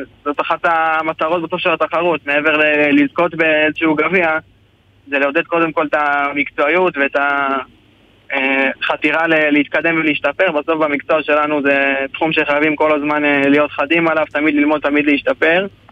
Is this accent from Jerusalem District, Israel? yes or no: yes; Jerusalem, Jerusalem District, Israel; אני מירושלים, אני בן 22